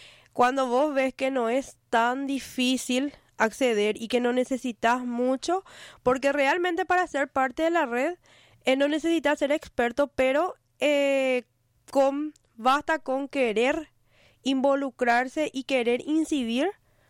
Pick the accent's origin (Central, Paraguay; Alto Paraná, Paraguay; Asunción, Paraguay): Asunción, Paraguay; pero yo soy del Bañado Sur, ¿verdad? Actualmente no estoy viviendo ahí, pero siempre mi corazón quedó ahí, ¿verdad?